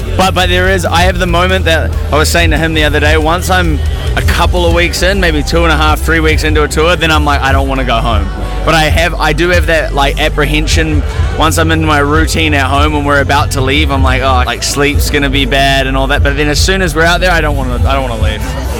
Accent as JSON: {"language": "English", "country": "New Zealand", "moved": "as an adult", "lives_now": "Australia", "said": "We're from New Zealand and it's so hard to get out."}